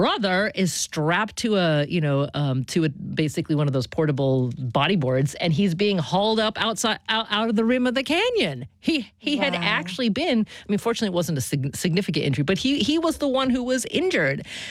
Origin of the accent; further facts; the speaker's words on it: Oregon, United States; I grew up in Oregon, so it's central Oregon in the high desert there